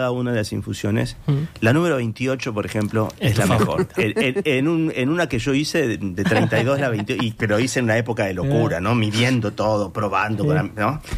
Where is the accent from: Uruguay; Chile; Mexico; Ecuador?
Uruguay; nosotros como uruguayos